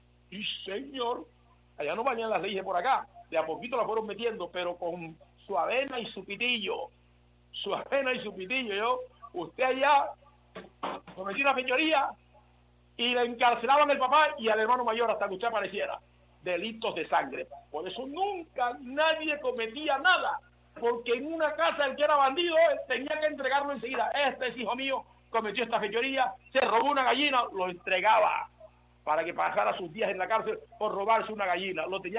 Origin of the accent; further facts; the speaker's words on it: San Basilio de Palenque, Bolívar, Colombia; el primer pueblo libre de este continente, el primer pueblo que le enseñó al continente americano a ser libre, San Basilio de Palenque. Mi pueblo